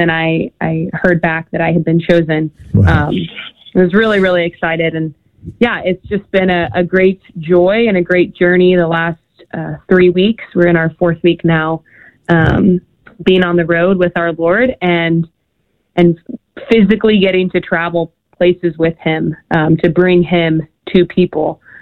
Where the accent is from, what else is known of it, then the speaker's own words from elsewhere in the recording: Indianapolis, Indiana, United States; near my hometown in Indianapolis.